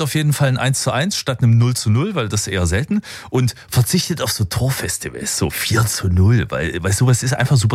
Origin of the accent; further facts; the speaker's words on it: Germany; das tippen wir als Deutsche immer viel zu hoch